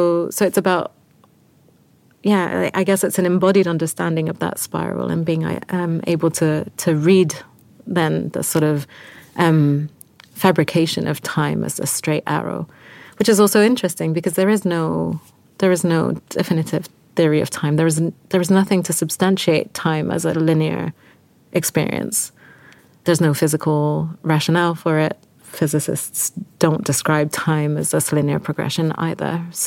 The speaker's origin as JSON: {"language": "English", "region": "London", "country": "United Kingdom", "tie": "born or raised there", "said": "I grew up in London in the 90s in South London at a time where there was a sort of myth of the multicultural London."}